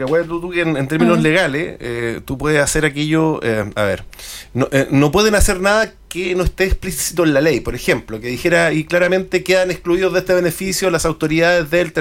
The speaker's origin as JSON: {"language": "Spanish", "country": "Chile", "said": "Aun cuando me corresponde como un chileno más"}